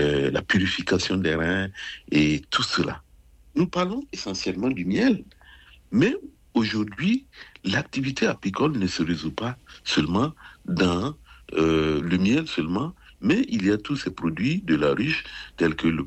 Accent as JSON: {"language": "French", "country": "Burkina Faso", "said": "mes amis même étaient même venus chez moi au Burkina"}